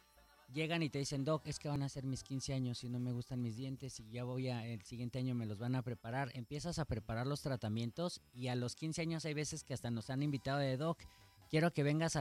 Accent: Mexico City, Mexico; moved away as an adult; Soy de la Ciudad de México.

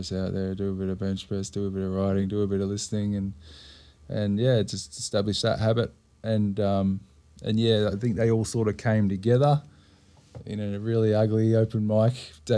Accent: Croydon South, Victoria, Australia; moved away as an adult; also born or lived in London; So I grew up in Croydon South. Out in the east, and shortly after uni, nicked off to London and over to overseas to do a bit of travelling.

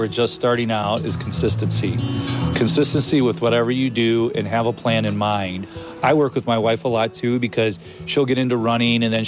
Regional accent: Toledo, Ohio, United States; now in Sylvania, United States; When I was growing up, I lived in the south end of Toledo.

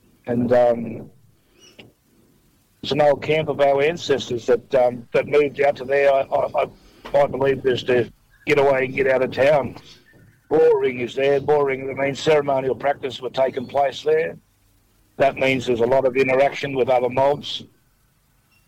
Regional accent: Gunnedah, New South Wales, Australia

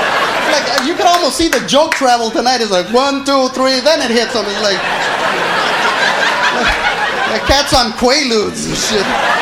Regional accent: Los Angeles, California, United States

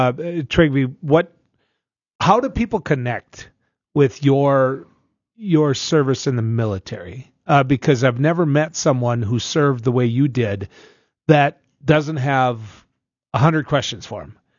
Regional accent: Texas, United States; I'm not going to vote because I'm from Texas.

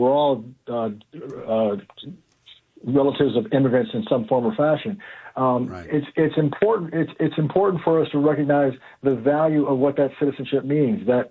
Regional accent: United States; There is an appreciation that I have for being an American.

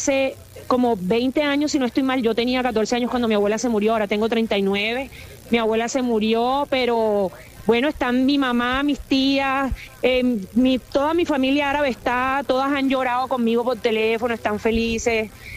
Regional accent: Montería, Córdoba, Colombia; also born or lived in San Andrés / Cartagena; Nací en San Andrés Isla, me crié en el Valle del Sinú, Montería, Córdoba, tierra que amo, y Cartagena me adoptó.

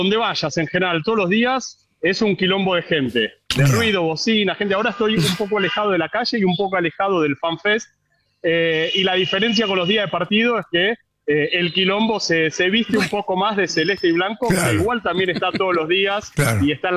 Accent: Argentina; born there; no, yo soy del país, nací, soy de Argentina

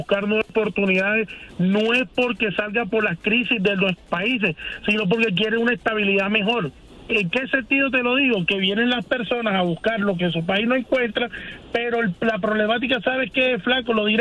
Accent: Colombia; Yo soy colombiano. Mi país en este momento está afrontando una de las situaciones más difíciles de inseguridad de todos los años.

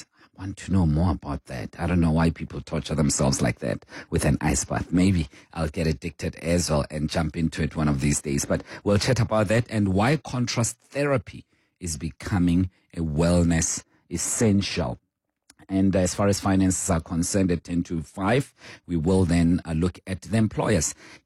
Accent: South Africa; And that's simply because I am South African through and through and through and through.

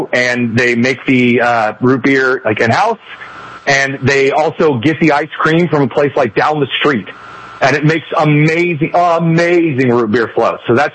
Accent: Midwest, United States; As a Midwesterner, again, who just talked about Hardee's and A&W in the same segment

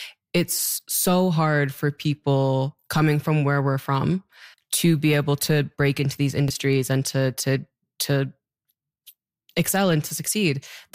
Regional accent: Newfoundland and Labrador, Canada; born there; I was born in Newfoundland.

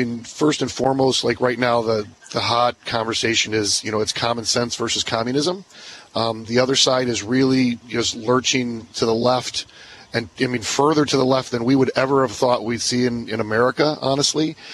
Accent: Hinsdale, Illinois, United States; now in Downers Grove, United States; I'm from Downers Grove. I grew up in Hinsdale, Illinois.

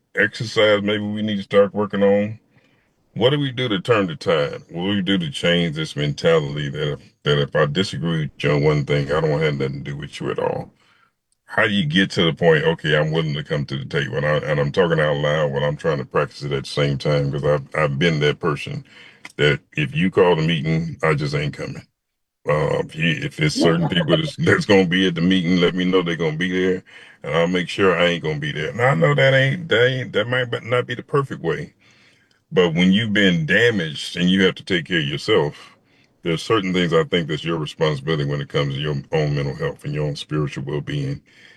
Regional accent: Kansas City, United States; moved away as an adult; having been born and raised in Kansas City and been back now some 30 years

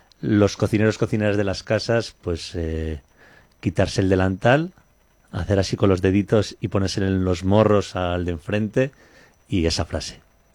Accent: Aranda de Duero, Castile and León, Spain; de Aranda, somos de la Ribera, entonces...

